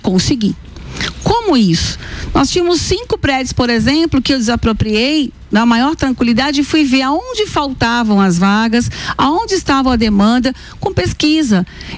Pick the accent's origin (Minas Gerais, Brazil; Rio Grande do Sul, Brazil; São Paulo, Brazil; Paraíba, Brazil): São Paulo, Brazil; Sou paulistana, mas são de Natal.